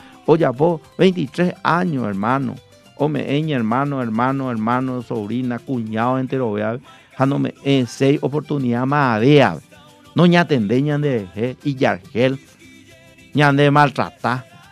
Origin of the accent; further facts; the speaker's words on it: Pedro Juan Caballero, Amambay, Paraguay; yo hablo como Pedro Juanino